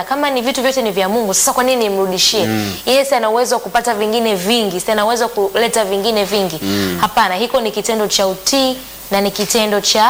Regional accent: Karatu, Arusha, Tanzania; natokea Karatu, Arusha.

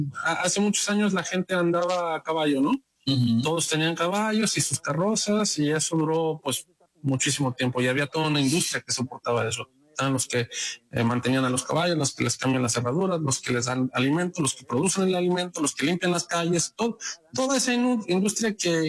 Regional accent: Mexico; Porque yo personalmente te diría que yo soy mexicano, amo mi país, vivo fuera de México gran parte del año, me la paso en Europa

